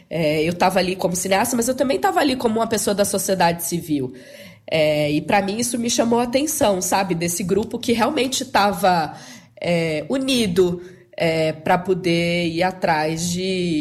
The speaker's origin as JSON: {"language": "Portuguese", "region": "Bahia", "country": "Brazil", "said": "Sou baiana."}